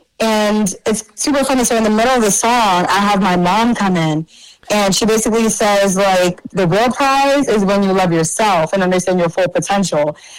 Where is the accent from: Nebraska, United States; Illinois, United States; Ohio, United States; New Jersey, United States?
New Jersey, United States; Weehawken; also born or lived in New York City; But then my parents were like, you kind of want to leave the city a little bit. So we moved to Jersey. But I live in like a small town called Weehawken, but it's like right outside.